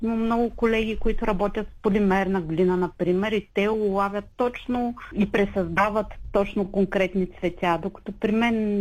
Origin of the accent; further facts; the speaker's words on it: Dobrich, Dobrich Province, Bulgaria; реално съм родом от Добрич, когато дойде времето за гимназия, ми се струваше непосилно да живея толкова далеко от родителите си.